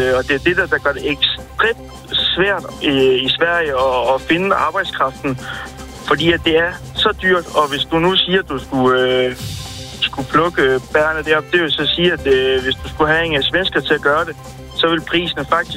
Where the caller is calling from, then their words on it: Holbæk, Zealand, Denmark; Jeg er fra Holbæk